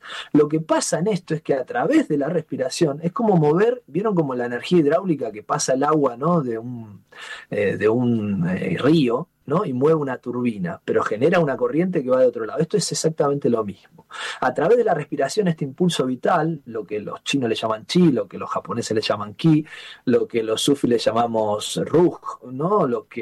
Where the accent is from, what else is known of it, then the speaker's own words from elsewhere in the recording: Rosario, Santa Fe, Argentina; la psicología que yo estudié en la universidad, en Rosario, en mi ciudad natal, no me enseñaba todas estas cosas.